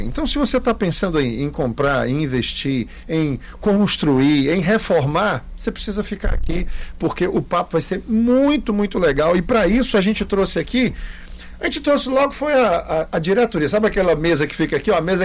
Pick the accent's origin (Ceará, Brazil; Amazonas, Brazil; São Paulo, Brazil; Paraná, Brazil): Ceará, Brazil; Quixeramobim; vizinha a minha terra do Quixarambi.